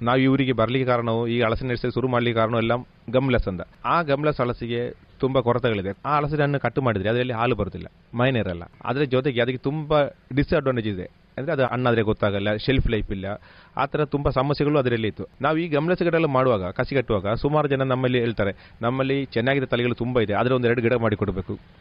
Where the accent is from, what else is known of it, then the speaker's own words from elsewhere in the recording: Karnataka, India; now in Alake Majalu, India; ನನ್ನ ಮನೆ ಹೆಸರು ನಿನ್ನಿಕಲ್ಲು. ಅಲ್ಲ, ಒಂದು ಇಲ್ಲಿನ ಪಕ್ಕದ ವಿಟ್ಲ ರಸ್ತೆಯಲ್ಲಿ ಪಕ್ಕದಲ್ಲಿ ಒಂದು ಊರಿದೆ ನಿನ್ನಿಕಲ್ ಅಂತ ಹೇಳಿ.